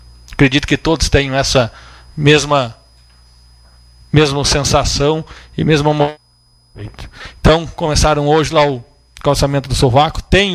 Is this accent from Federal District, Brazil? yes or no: no; Fontoura Xavier, Rio Grande do Sul, Brazil; lá na Vila Cis, lá onde eu nasci, onde eu me criei, lá onde eu cresci